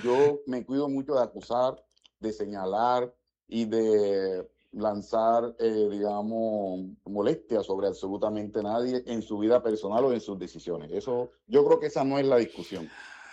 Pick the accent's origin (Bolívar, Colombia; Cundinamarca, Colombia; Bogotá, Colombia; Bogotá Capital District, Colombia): Bolívar, Colombia; Cartagena; yo soy cartagenero